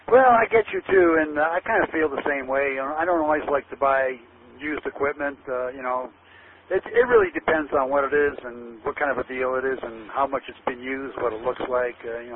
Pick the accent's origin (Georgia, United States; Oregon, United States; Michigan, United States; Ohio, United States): Ohio, United States; I grew up in Ohio, and everybody smoked there.